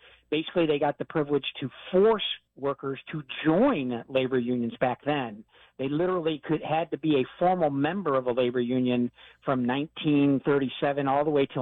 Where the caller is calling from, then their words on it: North Carolina, United States; Kevin, I am actually in North Carolina right now. I reside in Virginia, but I am out and about this week in North Carolina.